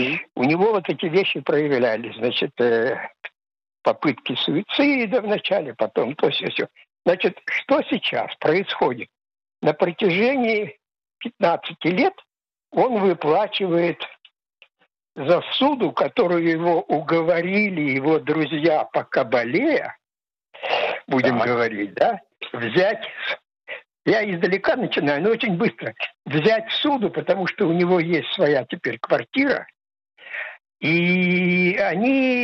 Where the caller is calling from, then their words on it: Ashdod, Southern District, Israel; я звоню из Ашдода. Мне 80+